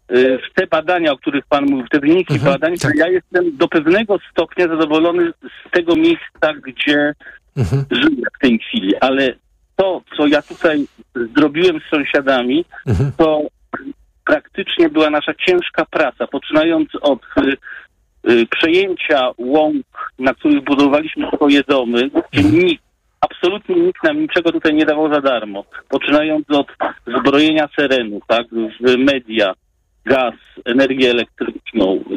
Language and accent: Polish; Wrocław, Lower Silesian Voivodeship, Poland; born there; moved away as an adult; now in near Wrocław, Poland; Ja przedstawiłem się państwu jako osoba z Podwrocławia, ale jestem z urodzenia wrocławianinem, uciekłem z tej metropolii właśnie do mniejszego, do tak zwanego Warzanka